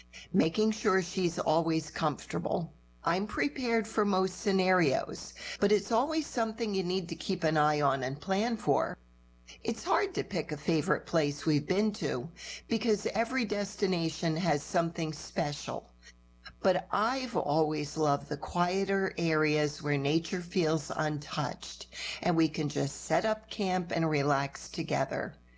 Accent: Scotland, United Kingdom; I'm originally from Scotland and set off on a cycling trip around the world.

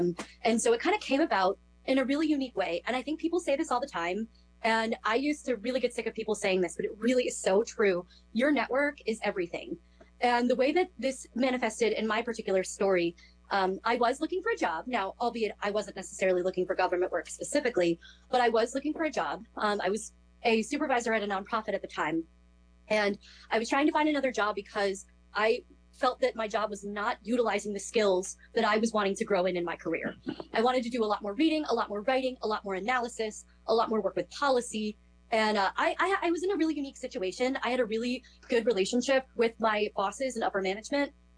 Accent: Towson, Maryland, United States; as has been said. I am from Towson, Maryland.

